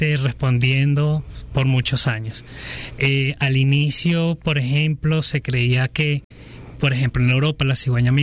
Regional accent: Barquisimeto, Lara, Venezuela; inicialmente yo vengo de Barquisimeto

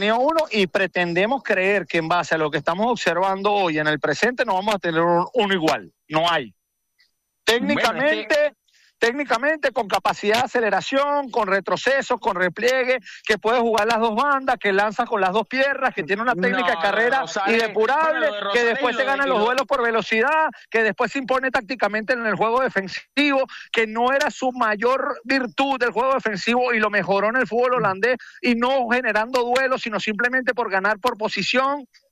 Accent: Venezuela; Yo lo que siento es que Telasco no tiene el mercado que capaz nosotros como venezolanos pretendemos creer que tiene.

